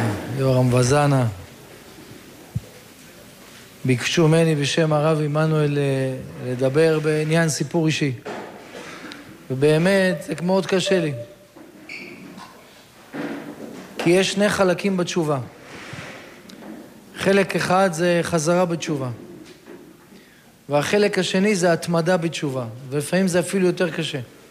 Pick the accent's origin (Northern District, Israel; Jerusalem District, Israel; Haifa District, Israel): Haifa District, Israel; Caesarea; born there; אני זוכר שהיינו גרים בקיסריה